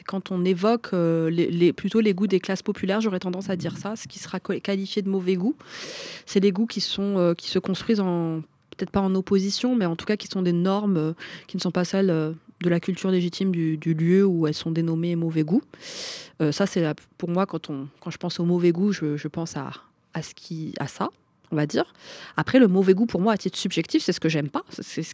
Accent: Paris, Île-de-France, France; also born or lived in Tunisia; Et je suis de Paris et de Tunisie.

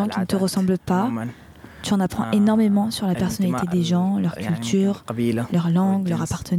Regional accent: Sudan; French is a second language; moved away as an adult; now in France; Je viens du Soudan et j'étais à l'université, spécialisée dans les composants chimiques. En ce moment, je suis en France. Je suis venu ici par les routes non officielles, à travers la Libye, la mer, l'Italie, enfin, la France.

